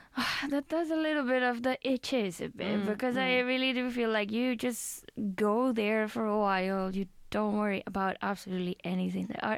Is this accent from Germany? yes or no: no; Spain; now in Sweden; Many times, when I say I'm from Spain